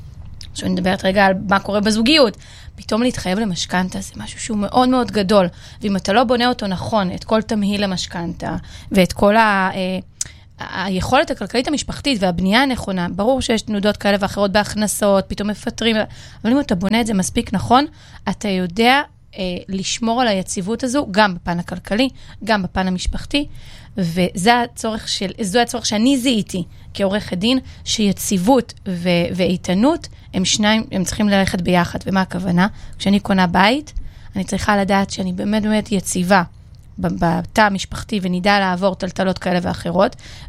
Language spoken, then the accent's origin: Hebrew; Southern District, Israel; born there; moved away; אני גרה בערבה, שזה גבול מצרים. נולדתי בערבה, אני לא גרה עכשיו בערבה.